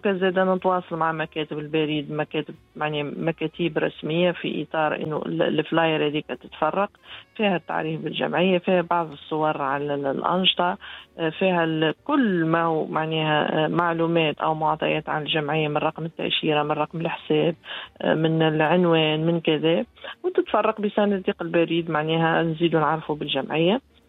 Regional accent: Tunisia

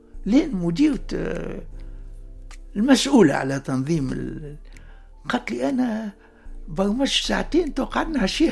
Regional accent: Monastir, Monastir Governorate, Tunisia; moved away as an adult; also born or lived in Sousse; أنا خرجت من المنستير ومن سوسة أستاذ ناجح. عندما ذهبت إلى السعودية وجدت أن الزملاء الذين ينتسبون إلى الجامعة كلهم من صنفي وأفضل مني

